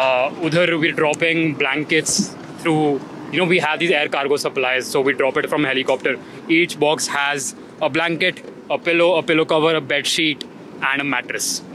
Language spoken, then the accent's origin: English; Delhi, India; We're from Delhi, and we landed just yesterday.